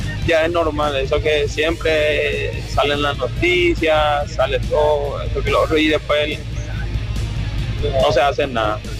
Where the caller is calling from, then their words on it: Limpio, Central, Paraguay; del Limpio, acá haciendo mi reparto por la zona de Sajonia, Asunción.